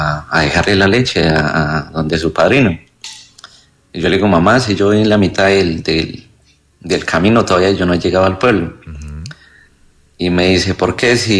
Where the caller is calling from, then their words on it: Nariño, Colombia; Lo escucho desde Nariño.